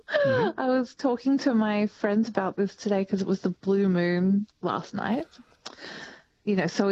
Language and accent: English; St Kilda, Victoria, Australia; I grew up in St. Kilda, but I've married someone who is a country boy.